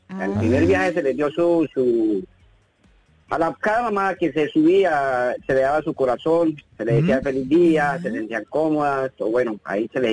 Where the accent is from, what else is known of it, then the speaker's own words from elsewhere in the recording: Cúcuta, Norte de Santander, Colombia; now in Barranquilla, Colombia; Yo soy de Cúcuta.